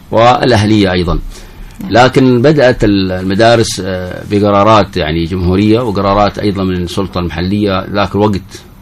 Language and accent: Arabic; Yemen; عندنا في اليمن ولله الحمد في بلادنا